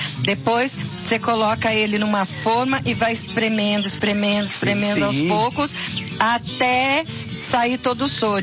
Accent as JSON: {"language": "Portuguese", "region": "Paraná", "country": "Brazil", "tie": "born or raised there", "said": "Sabia que quando eu era criança pequena lá no Paraná, eu fazia queijo?"}